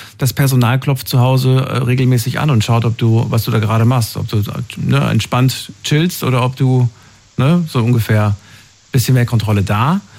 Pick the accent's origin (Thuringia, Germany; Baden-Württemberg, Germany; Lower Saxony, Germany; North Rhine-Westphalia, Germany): Thuringia, Germany; born there; Ich bin in Thüringen geboren, das war früher so.